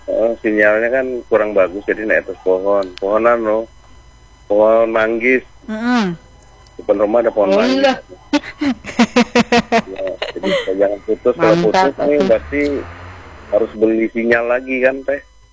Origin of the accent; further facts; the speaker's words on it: West Java, Indonesia; Kita Sunda teh lupa teh, iis enak tuh apa ya?